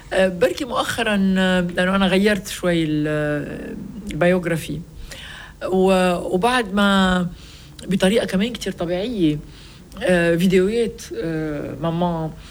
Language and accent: Arabic; Lebanon; أنا مواطنة لبنانية بتعشق بلدها، متجذرة فيه، ما قدرت بولا لحظة ولا مرحلة بحياتها إنها تتركه